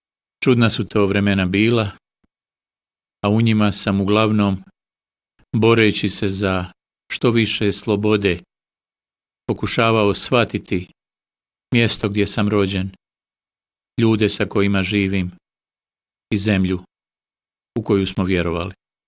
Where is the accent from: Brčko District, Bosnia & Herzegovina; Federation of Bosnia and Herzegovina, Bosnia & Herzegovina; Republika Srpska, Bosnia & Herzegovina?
Federation of Bosnia and Herzegovina, Bosnia & Herzegovina; Mostar; Odrastao sam kasnije u Brankovcu, na Mazoljicama, mostarskim rubnim mahalama